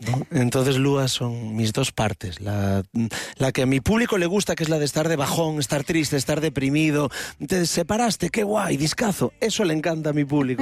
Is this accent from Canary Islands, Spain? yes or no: no; Ferrol, Galicia, Spain; soy del 83 de Ferrol, y hablar de salud mental a los de mi barrio, a los de Canido, a los del Muelle